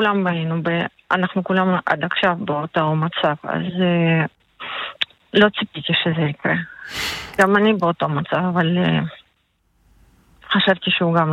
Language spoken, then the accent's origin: Hebrew; Ukraine; now in Israel; אני מאוקראינה